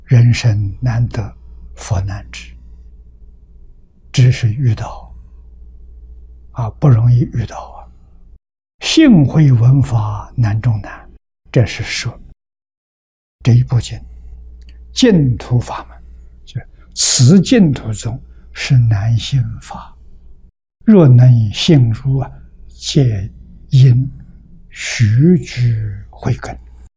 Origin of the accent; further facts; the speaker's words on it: China; 我们中国人